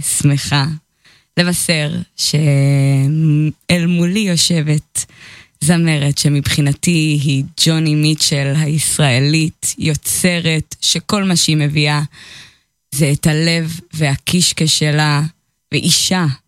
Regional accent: Jerusalem, Jerusalem District, Israel; ירושלמיות, born and raised

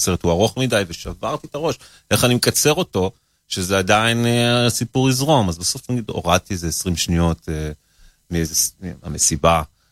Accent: Kiryat Ekron, Central District, Israel; also born or lived in Rehovot; אנחנו מרחובות. אני מקריאת עקרונים לדייק. אבל נמוראי ברחובות.

